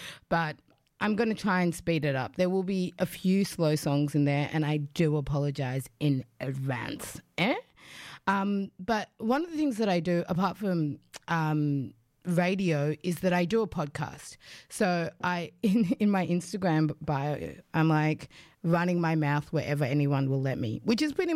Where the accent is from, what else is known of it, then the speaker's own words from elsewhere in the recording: Canberra, Australian Capital Territory, Australia; I do not speak Luganda. Like, I grew up in Canberra, you know, Canberra. So I don't speak Luganda. And my parents speak Luganda.